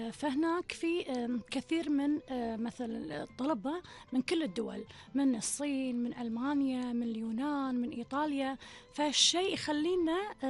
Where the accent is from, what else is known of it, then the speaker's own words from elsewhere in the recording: Kuwait; also born or lived in Brighton, United Kingdom; بيئتنا الكويتيه.